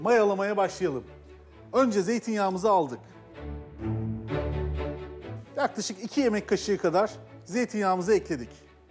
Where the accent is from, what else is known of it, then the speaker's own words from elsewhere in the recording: Pozantı, Adana, Turkey; Adanalıyım ben. Adana'nın Pozantı ilçesinde büyüdüm.